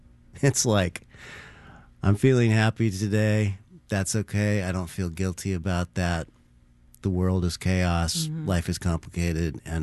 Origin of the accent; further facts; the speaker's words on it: California, United States; It's the I'm from California, and the landscape first of all, felt familiar and a little bit nostalgic because I spent so much time in Northern California.